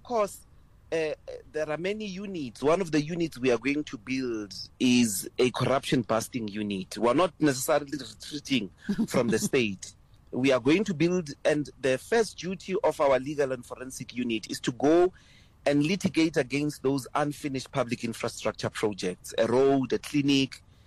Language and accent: English; South Africa